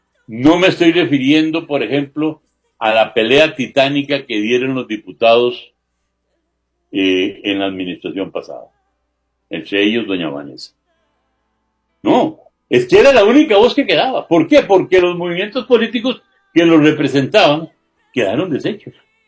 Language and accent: Spanish; Costa Rica; Todos somos costarricenses